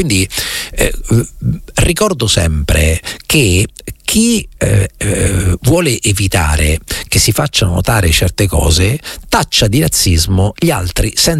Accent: Morocco; io come marocchino, per farmi accettare, devo fare 50 volte le cose in più, perché la gente ha paura che io sia come quelli che sono arrivati adesso.

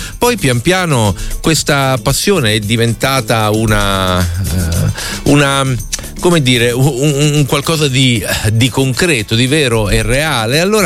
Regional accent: Rome, Lazio, Italy; un po' arrivava anche dalle mie parti

